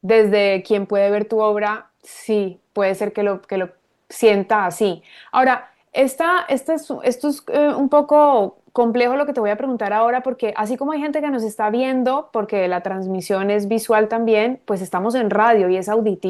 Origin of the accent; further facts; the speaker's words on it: Colombia; accent: Colombian; now in Ecuador; me llevó a vivir muchos años en Colombia y adquirí el acento, pero tengo más años ya en Ecuador que en Colombia.